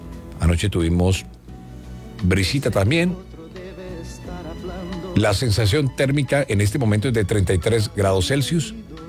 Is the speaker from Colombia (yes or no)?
yes; Colombia; Todos como colombianos estamos conectados de alguna u otra manera.